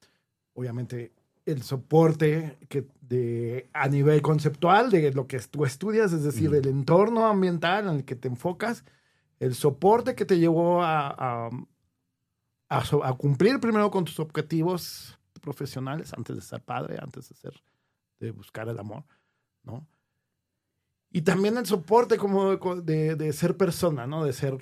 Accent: Mexico City, Mexico; Yo soy de feño.

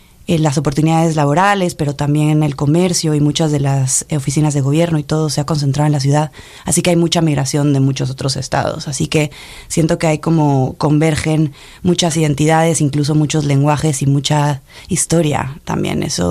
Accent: Mexico City, Mexico; moved away as an adult; now in Chicago, United States; yo nací y crecí en la Ciudad de México. Me mudé a Chicago hace 8 años, así que ahora tengo 2 casas. El lugar donde crecí es en el sur de la Ciudad de México, muy hacia la salida al estado de Morelos

